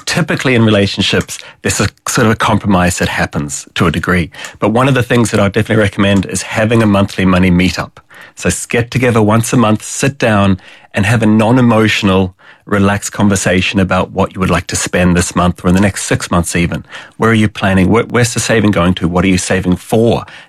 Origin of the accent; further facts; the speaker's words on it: New Zealand; also born or lived in Australia; And for many Irish households, I'm from New Zealand originally, but for many Irish households, money was something you never talked about growing up.